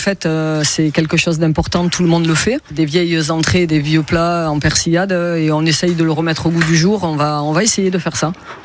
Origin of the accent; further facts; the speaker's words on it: Occitanie, France; moved away; je viens de la région de Tarbes